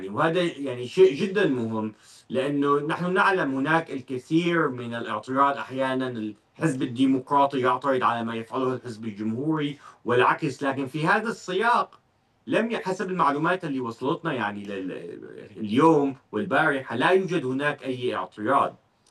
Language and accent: Arabic; Syria; أنا كسوري